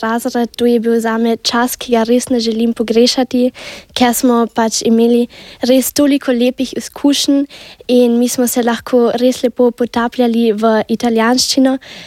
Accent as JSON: {"language": "Slovenian", "town": "Bad Eisenkappel", "region": "Carinthia", "country": "Austria", "said": "Jaz sem itak iz Koroške, iz Železne Kaple."}